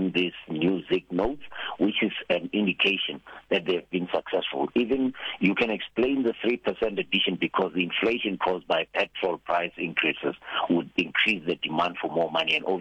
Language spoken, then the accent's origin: English; South Africa; I grew up in South Africa when we were still on the gold standard